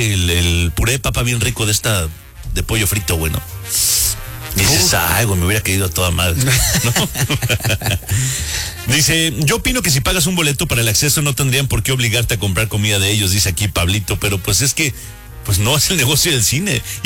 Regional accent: Mexico; Así somos los mexicanos, es lo que dicen por acá.

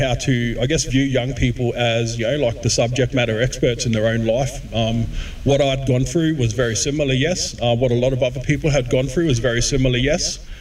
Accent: Darwin, Northern Territory, Australia; I started as a young person growing up in Darwin in the Northern Territory, you know, living in Housing Commission just down here in Kohanor Street, living in Housing Commission in Karama

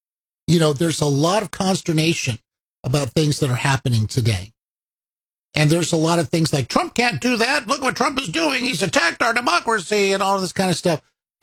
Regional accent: California, United States; I never got into skateboarding, even though I was growing up in California and just about everybody had skateboards back then

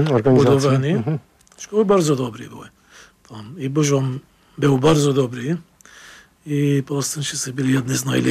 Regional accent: Lebanon; Polish is a second language; now in Poland; Ja urodziłem się w obozie dla uchodźców palestyńskich w Libanii.

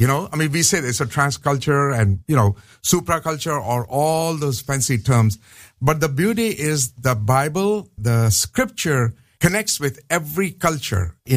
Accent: Pakistan; moved away as an adult; also born or lived in South Korea; I was born and raised in Pakistan, and we don't have pork, right?

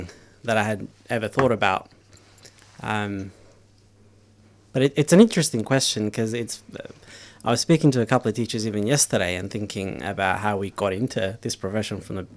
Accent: Melbourne, Victoria, Australia; So I grew up in the Flemington area, that's where I was, where I grew up

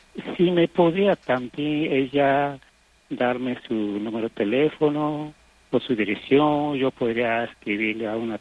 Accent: San Miguel Cuevas, Oaxaca, Mexico; now in Corcoran, United States; mi pueblo San Miguel Cuevas

